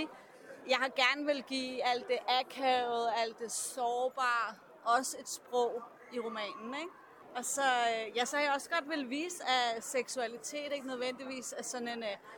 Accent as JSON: {"language": "Danish", "town": "Copenhagen", "region": "Capital Region of Denmark", "country": "Denmark", "said": "Det er jeg. Jeg er fra Vesterbro."}